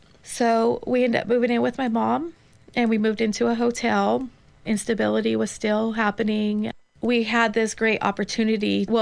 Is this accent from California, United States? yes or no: yes; Hayward, California, United States; I knew there's things to look out for because I came from Hayward, right?